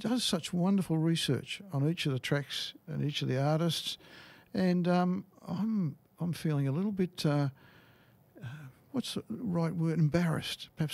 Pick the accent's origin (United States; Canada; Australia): Australia; Geelong, Victoria; now in Bendigo, Australia; Growing up in Geelong